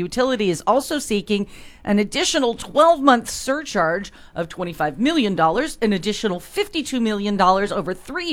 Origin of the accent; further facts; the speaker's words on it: California, United States; I'm a Californian at heart